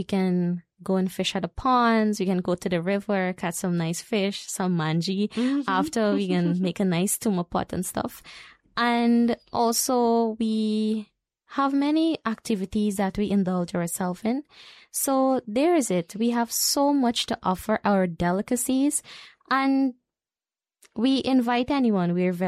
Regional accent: Aishalton, Upper Takutu-Upper Essequibo, Guyana; born there; moved away as an adult; also born or lived in Nappi Village / Lethem; originally I am from Aishalton village by birth.

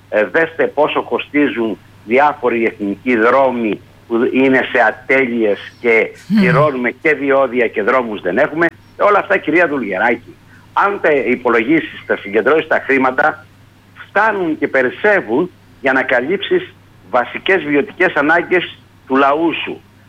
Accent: Greece

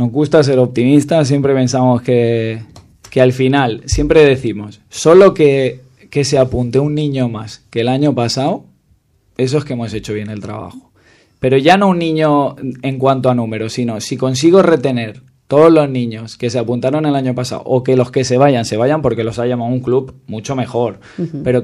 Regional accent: Montornès del Vallès, Catalonia, Spain; los que somos de Montornès Norte de toda la vida

